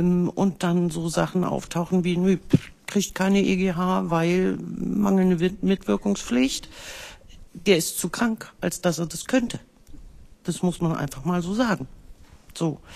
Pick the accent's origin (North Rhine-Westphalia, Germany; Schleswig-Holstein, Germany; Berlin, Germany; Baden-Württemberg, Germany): Schleswig-Holstein, Germany; Eutin; Ich komme jetzt aus dem Flächenkreis, aus Eutin.